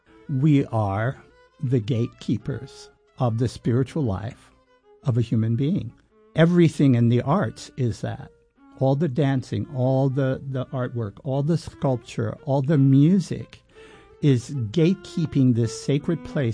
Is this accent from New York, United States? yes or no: yes; Bronx, New York, United States; And I'm from the South Bronx in New York City, and I come from poverty. I'm from the Fort Apache area in the Bronx